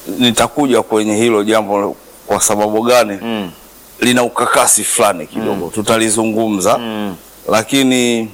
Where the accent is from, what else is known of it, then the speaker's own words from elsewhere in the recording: Korogwe, Tanga Region, Tanzania; born there; also born or lived in Handeni; nilianza kuimba nikiwa mdogo mjini Korogwe pale, yani nikiwa bado sijaanza hata shule.